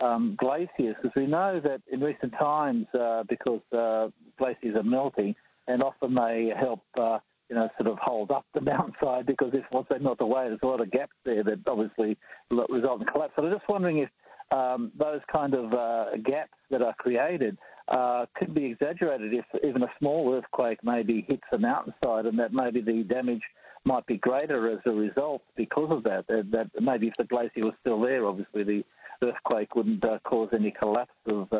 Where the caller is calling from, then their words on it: Lakemba, New South Wales, Australia; I'm Greek Australian background, as well